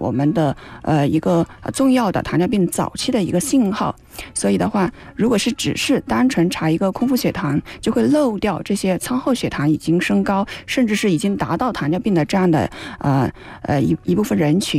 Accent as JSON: {"language": "Chinese", "country": "China"}